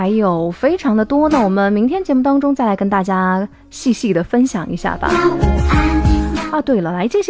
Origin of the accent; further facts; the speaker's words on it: China; 根据我们中国人的谐音梗来说